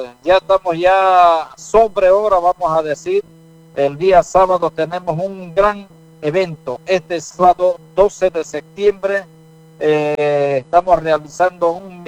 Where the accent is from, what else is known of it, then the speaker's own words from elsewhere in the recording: Cotagaita, Potosí, Bolivia; now in Santa Cruz, Bolivia; Yo soy de Norchichas, exactamente de Cotagaita, está donde La Chascañón.